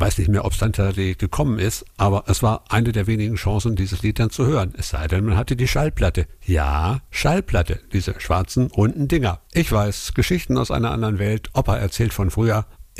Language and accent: German; Hildesheim, Lower Saxony, Germany; born there; ich bin damals in Hildesheim zur Schule gegangen